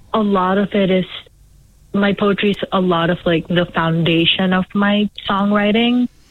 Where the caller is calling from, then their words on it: Christchurch, Canterbury, New Zealand; I'm in Christchurch.